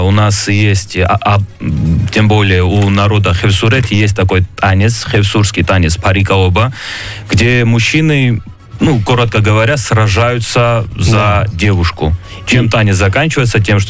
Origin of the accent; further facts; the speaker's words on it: Sochi, Krasnodar Krai, Russia; я вырос в Сочи и занимался там грузинскими танцами.